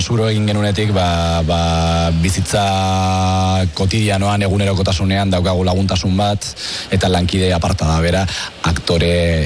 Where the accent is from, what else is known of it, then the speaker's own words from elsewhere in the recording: San Sebastián, Basque Country, Spain; ni Donostiarra naiz, orduan nire kuadria guztia zegoen